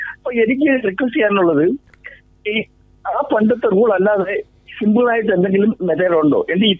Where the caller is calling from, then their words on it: Ochira, Kerala, India; ഓച്ചിറ എന്റെ കേരളത്തിൽ.